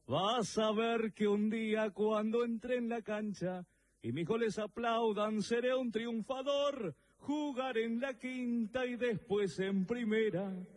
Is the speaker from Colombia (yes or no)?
no; Misiones, Argentina; yo soy de Misiones.